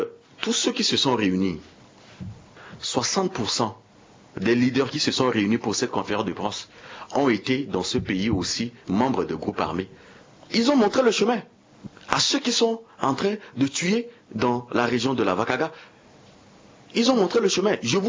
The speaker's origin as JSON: {"language": "French", "country": "Central African Republic"}